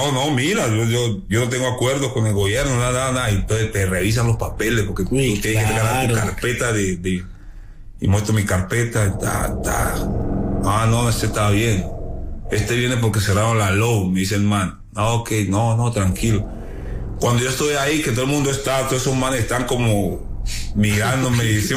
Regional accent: Colombia; moved away; yo soy colombiano.

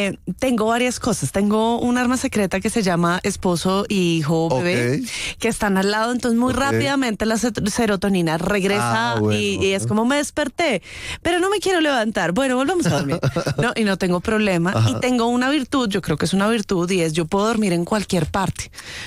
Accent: Bogotá, Bogotá Capital District, Colombia; yo soy bogotana, orgullosamente.

